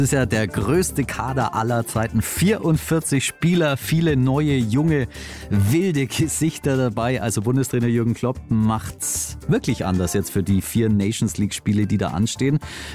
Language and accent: German; Swabia, Germany; ein bisschen was sparen als Schwabe, oder? Das machen ja, wir doch, wir Schwaben.